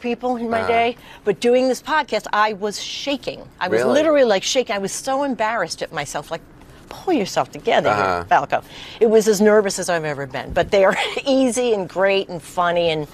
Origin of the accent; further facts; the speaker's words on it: New York, United States; I grew up on Long Island. My parents were Mets fans.